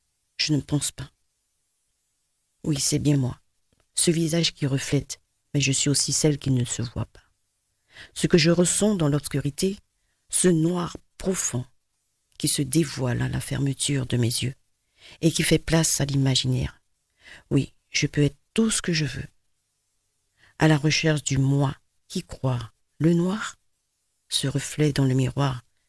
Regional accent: French Guiana; je suis guyanaise.

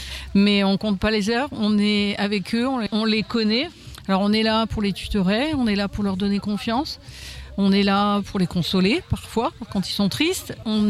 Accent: Cuise-la-Motte, Hauts-de-France, France; Je suis native du secteur, hein. Je suis native de Cuise-la-Motte.

